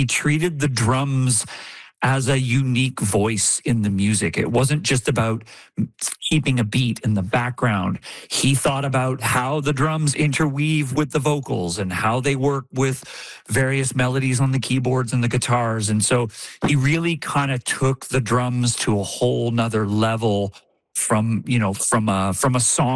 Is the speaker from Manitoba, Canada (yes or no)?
no; Victoria, British Columbia, Canada; I've been a … fan since I was a teenager growing up in Victoria, BC.